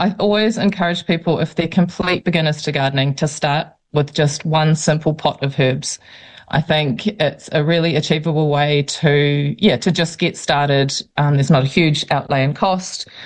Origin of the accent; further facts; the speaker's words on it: Raglan, Waikato, New Zealand; moved away as an adult; also born or lived in Sydney, Australia / Byron Bay, Australia / Perth, Australia; And we moved back to my little hometown Raglan